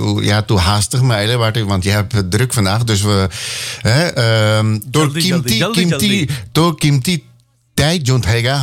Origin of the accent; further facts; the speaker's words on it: Suriname; gewoon, wij zijn gewoon Surinamers. Praat gewoon Surinami. Is echt een mooie taal.